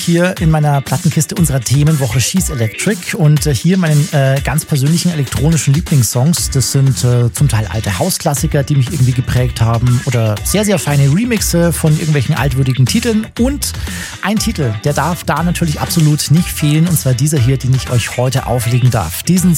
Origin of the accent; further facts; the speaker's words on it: Bavaria, Germany; in einem viel zu heißen, vollgestopften Club in Traunstein in meiner Heimat im Chiemgau stand